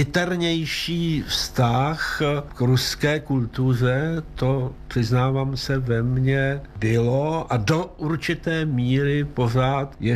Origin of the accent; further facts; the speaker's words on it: Plzeň, Plzeň Region, Czechia; nezapomeňte, že já jsem vyrůstal v Plzni, no a do Plzni nepřišla sovětská armáda, Plzeň byla osvobozena Američany a já jsem se tehdy začal učit anglicky.